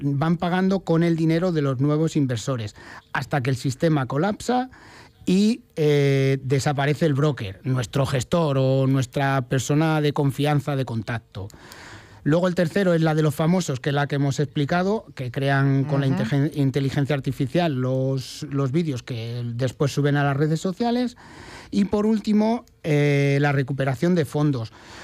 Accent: Castilla-La Mancha, Spain; como castellano manchegos que somos

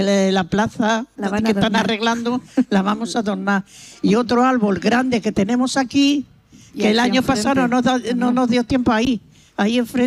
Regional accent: Madrid, Community of Madrid, Spain; now in Las Ventas de San Julián, Spain; llevo aquí 28 años, porque yo tampoco soy de aquí, soy de Madrid. Me han acogido muy bien en este pueblo, estoy muy contenta y tengo una casa aquí.

